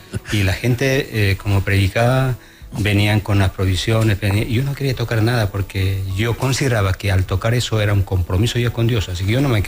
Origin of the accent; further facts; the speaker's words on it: Potosí, Bolivia; moved away as an adult; also born or lived in Sucre; now in Santa Cruz, Bolivia; del extremo de Potosí, de Yamatumisa